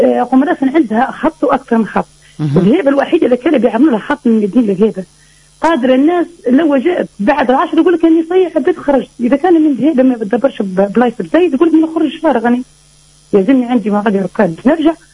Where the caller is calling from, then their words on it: Medenine, Tunisia; اني مواطنه في الوقت الحادث فيه موجوده في زيدة اما في وقت انا نقول وقت القرايه معناها متسكنه المدنيه